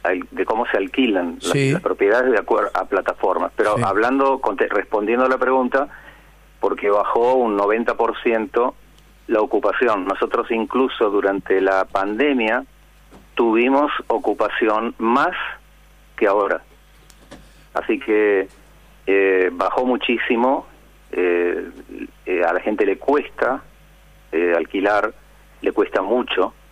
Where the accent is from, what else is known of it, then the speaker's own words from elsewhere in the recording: Argentina; moved away as an adult; also born or lived in Venezuela; soy argentino, ¿no? Pero viví en Venezuela 40 años.